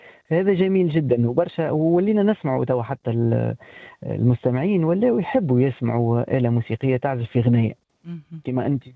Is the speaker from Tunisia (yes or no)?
yes; Tunisia; عندنا في تونس